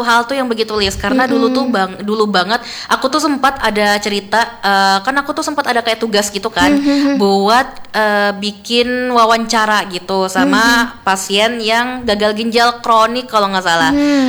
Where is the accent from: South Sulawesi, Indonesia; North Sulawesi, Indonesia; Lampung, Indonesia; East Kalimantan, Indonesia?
East Kalimantan, Indonesia; Samarinda; Aku asli Samarinda